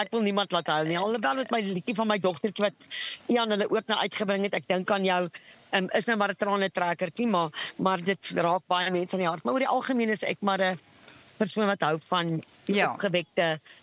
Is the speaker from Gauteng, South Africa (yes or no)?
no; Western Cape, South Africa; ek kom uit die Kaap uit, so nou moet julle weet, ek het groot geword op die sokkiebane, en op die saalsikkies